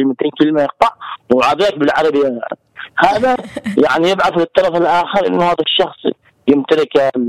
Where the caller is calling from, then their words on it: Taiz, Taiz Governorate, Yemen; بعض الكلمات العربية عندنا هنا في تعز تختلف عن عدن